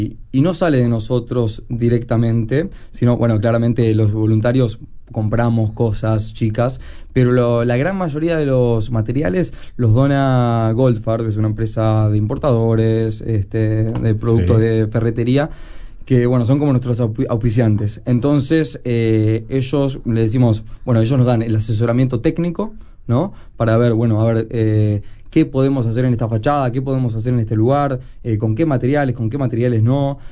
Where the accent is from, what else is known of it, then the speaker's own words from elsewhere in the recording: Montevideo, Uruguay; nosotros somos habitantes de Montevideo